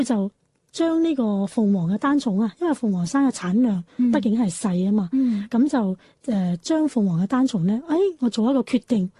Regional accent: Guangdong, China; 我哋廣東人

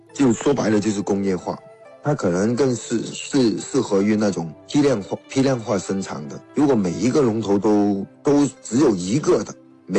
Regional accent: Guangzhou, Guangdong, China; 我们广州这边

